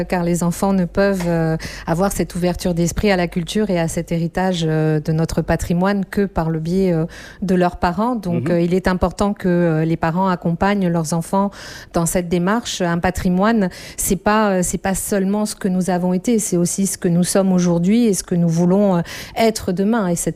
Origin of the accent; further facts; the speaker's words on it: New Caledonia; c'est vraiment la fondation même de qui je suis en tant que Calédonienne.